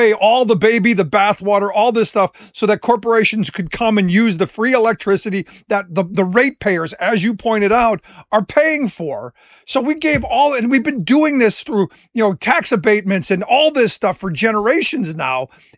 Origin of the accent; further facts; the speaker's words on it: Cleveland, Ohio, United States; No, look, I grew up in Cleveland, and this, I hate to cut you off, but I grew up in Cleveland